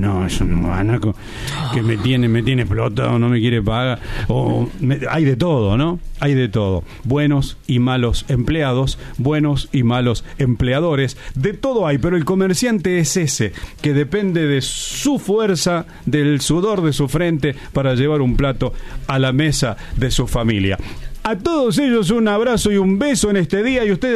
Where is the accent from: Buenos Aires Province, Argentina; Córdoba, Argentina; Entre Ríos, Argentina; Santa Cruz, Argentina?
Córdoba, Argentina; Yo soy de Pueblo Colón, señora, allá en la parte sur de Córdoba. En lo que viene a ser la famosa seccional 12, ahí éramos todos peronistas, ¿no es cierto?